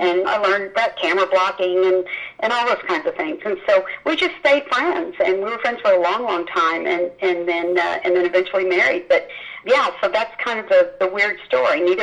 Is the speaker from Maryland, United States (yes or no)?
no; Texas, United States; she felt sorry for me because I was from Texas and I was by myself.